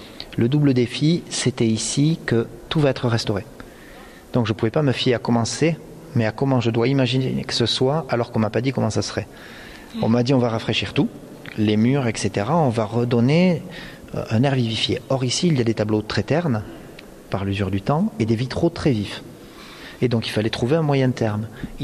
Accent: Occitanie, France; Je suis un enfant du pays et c'est vrai que je ne boude pas de mon plaisir quand je reçois une commande d'ici.

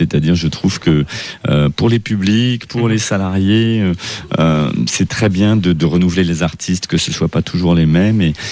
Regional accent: Avignon, Provence-Alpes-Côte d'Azur, France; born there; Je suis né dans le Hof, à Avignon.

